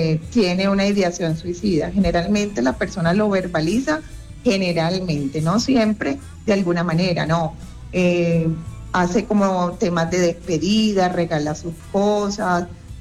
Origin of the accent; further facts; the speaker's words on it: Cartagena, Bolívar, Colombia; now in Medellín, Colombia; yo soy de Cartagena, pero lastimosamente no vivo en Cartagena